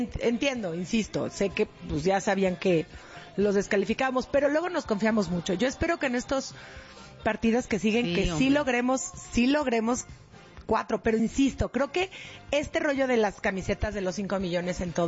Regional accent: Mexico; Obviamente, como buena mexicana, no me quiero ilusionar

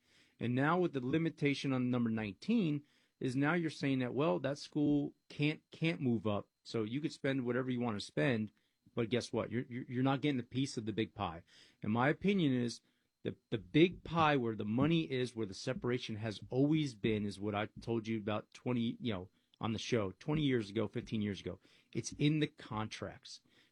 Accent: East Coast, United States; now in Texas, United States; I'm a huge Yankee fan. I'm from the East Coast.

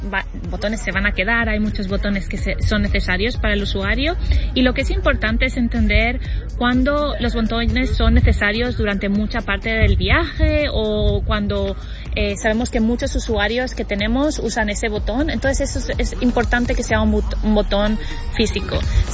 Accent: Barcelona, Catalonia, Spain; now in Sweden; Yo que soy de Barcelona y vivo en Suecia

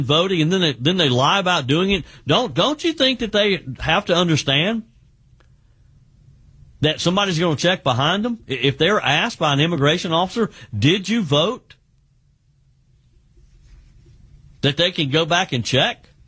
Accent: South Carolina, United States; he called out Dr. Annie Andrews in my home state of South Carolina

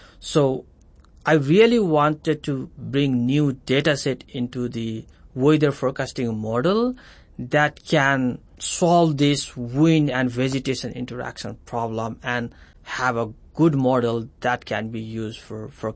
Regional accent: Nepal; English is a second language; now in United States; And by the way, I'm from Nepal, and this has been an independent country since history, you know.

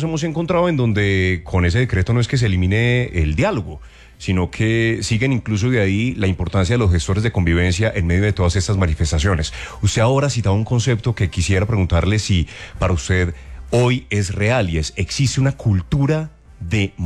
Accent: Colombia; Claro, es que como colombianos tenemos

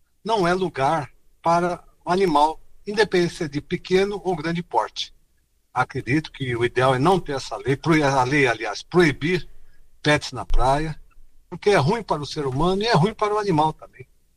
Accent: Santos, São Paulo, Brazil; aqui de Santos. Conversando sobre os animais na praia, deixa eu pôr meu ponto de vista. Sou santista, sempre morei aqui

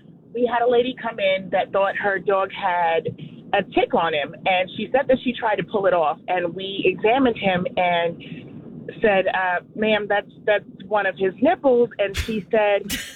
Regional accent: New York, United States; Actually, I'm from here. My whole family's from New York, though.

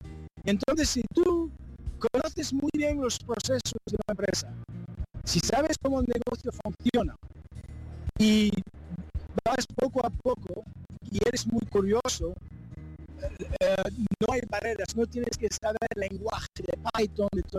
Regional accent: France; Spanish is a second language; Soy francés y pares españoles, entonces el español de vez en cuando

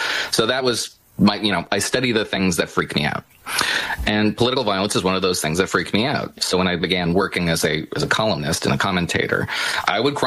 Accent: New Jersey, United States; born or raised there

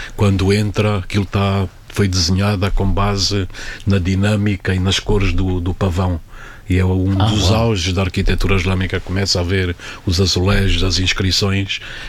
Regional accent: Portugal; as pessoas perguntavam: de que país é que vocês são? Portugal.

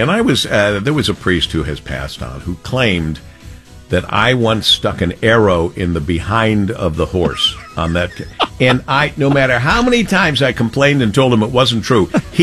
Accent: Monroe, Michigan, United States; See, it was easy growing up in Monroe.

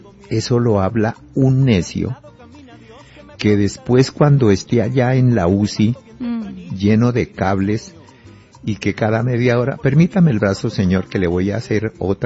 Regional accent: Boyacá, Colombia; en mi tierra Boyacá

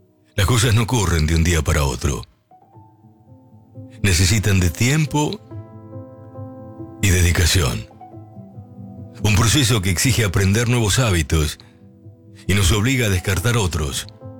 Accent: Argentina

